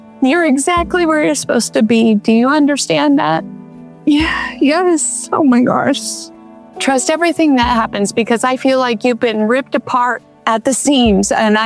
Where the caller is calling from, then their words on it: Florida, United States; Broward, Florida.